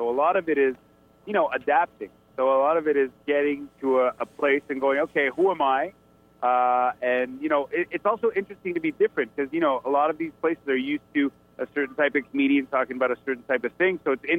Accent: Montreal, Quebec, Canada; the fact that I grew up in Montreal and learned both languages and also spoke Hindi and Punjabi definitely opened a lot of doors

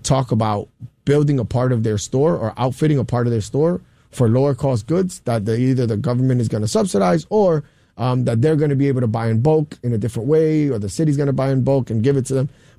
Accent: New York City, New York, United States; also born or lived in Fort Greene, Brooklyn; I was born and raised in Williamsburg as well. Born in Fort Greene in Cumberland Hospital, but born and raised in Williamsburg in the South Side.

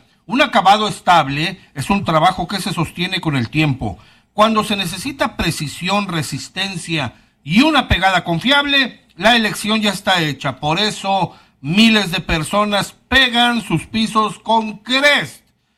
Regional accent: Irapuato, Guanajuato, Mexico; now in Monterrey, Mexico; De Irapuato, Guanajuato. Pero me siento regio. … es regio.

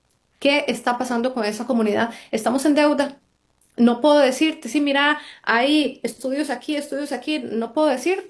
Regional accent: Costa Rica; los espacios que sí requerimos como sociedad costarricense

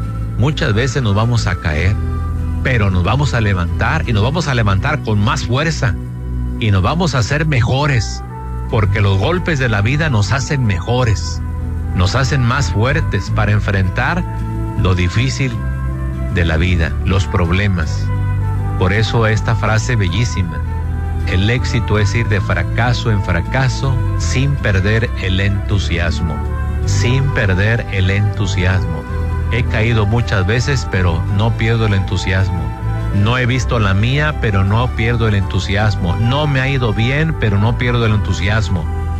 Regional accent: Mexico; somos mexicanos, pero también somos guadalupanos.

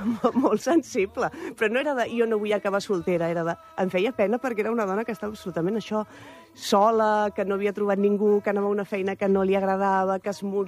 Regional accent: Mataró, Catalonia, Spain; Jo soc de Rocafonda, també, com el Lamin Yamal.

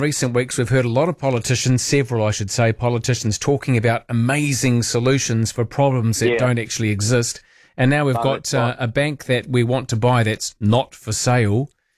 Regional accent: New Zealand; Oh, I'm from New Zealand.

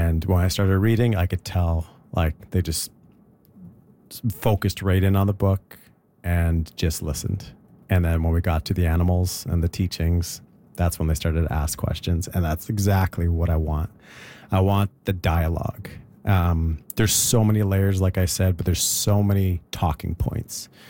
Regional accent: Alberta, Canada; I'm Dene from Northern Alberta.

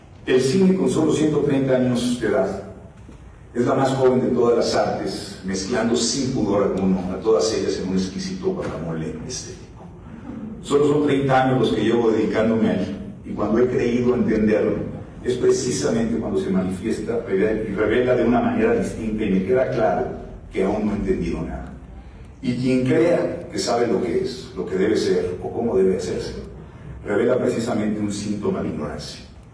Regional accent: Mexico

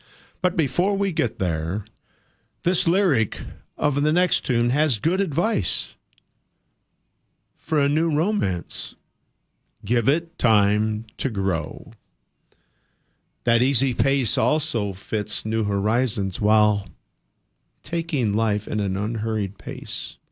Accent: Midwest, United States; I grew up in the Midwest, been here all my life

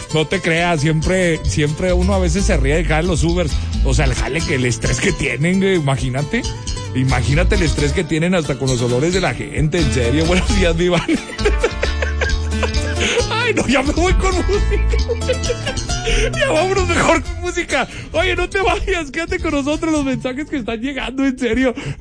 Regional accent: Mexico; Pero digo yo, nosotros como mexicanos, muchachos

